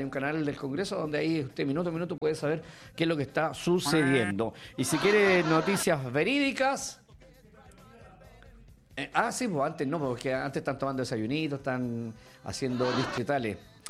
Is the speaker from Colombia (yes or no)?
no; Chile